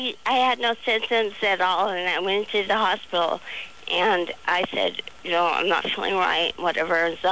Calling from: Phoenix, Arizona, United States; So I'm calling from Phoenix, Arizona

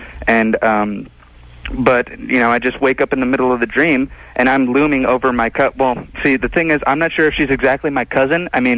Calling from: Los Angeles, California, United States; I'm in Northridge, California. Or, not Northridge, North Hollywood

